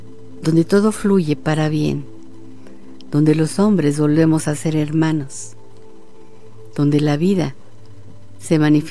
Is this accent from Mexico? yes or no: yes; Mexico